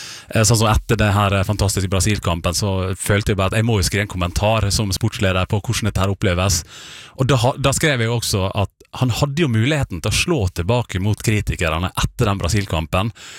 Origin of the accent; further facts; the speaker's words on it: Møre og Romsdal, Norway; Så klart dette betyr mye for oss som sunnmøring, at vi har en som så sentral.